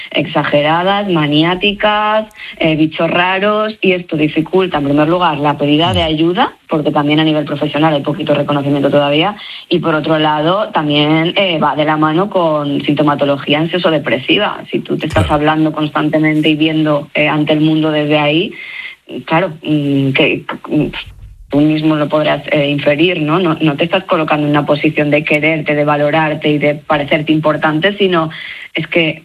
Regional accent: León, Castile and León, Spain; now in Madrid, Spain; yo pues soy de León. ¿De dónde he salido? De León, concretamente.

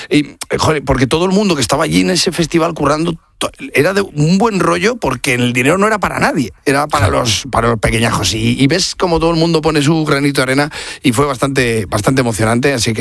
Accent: Casasola de Arión, Castile and León, Spain; de un pueblo pequeño que se llama Casasola, hijo de agricultores

